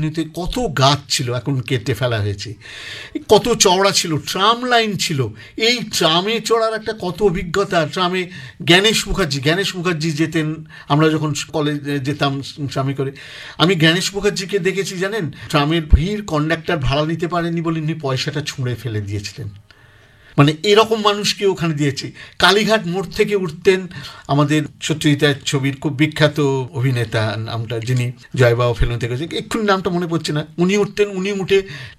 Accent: Kolkata, West Bengal, India; আমি মামার বাড়িতে মানে দেশপ্রিয় পার্কেই মানুষ হয়েছি, আর আমার পৈতৃক বাড়ি ফার্ন রোডে।

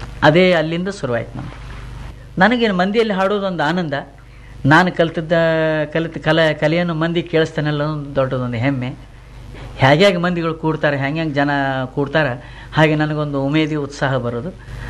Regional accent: Karnataka, India; born there

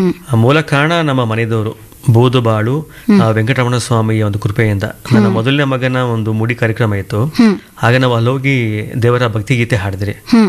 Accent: Bangalore, Karnataka, India; ನಾನು ಬೇಸಿಕ್ ಬೆಂಗಳೂರಮ್ಮ, ನಾವು ಹುಟ್ಟಿದೆಲ್ಲ ಸಂಪಗಿರಾಮನಗರ.

